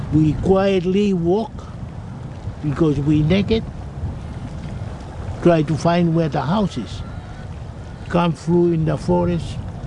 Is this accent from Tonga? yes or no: yes; Tonga; When we been growing up in Tonga, and our parents teach us in so many things, how to live and things like that, how to light a fire, how to cook a food, and what sort of food to eat.